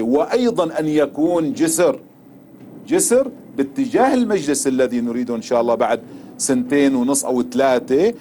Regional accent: Syria; يجب ألا نتنازل كسوريين

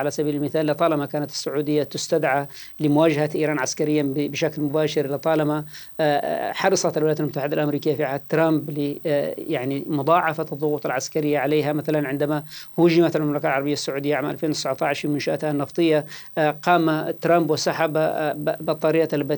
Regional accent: Yemen; بالنسبة لنا نحن كيمنيين

